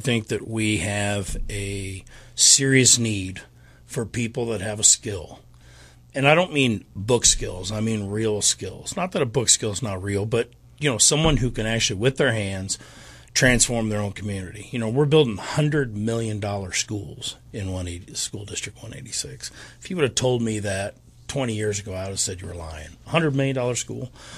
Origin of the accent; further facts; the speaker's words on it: Springfield, United States; Born and raised in Springfield. Third generation and actually fourth generation here in Springfield.